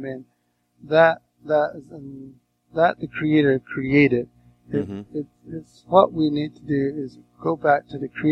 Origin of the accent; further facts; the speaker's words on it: Navajo Nation, United States; Yes, I'm originally from Navajo Nation.